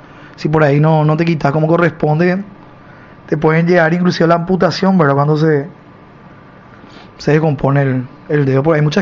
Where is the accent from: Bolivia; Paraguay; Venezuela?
Paraguay; Ciudad del Este, Alto Paraná; now in Argentina; A ver, sí, mi amigo Lucho Nilda, soy de Ciudad del Este, vivo aquí en Argentina, en nuestro país, lastimosamente.